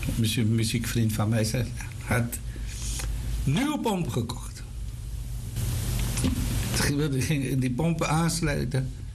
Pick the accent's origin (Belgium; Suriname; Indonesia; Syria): Suriname; moved away; Suriname is ook belangrijk, uiteraard. Dus ons vaderland, tenslotte.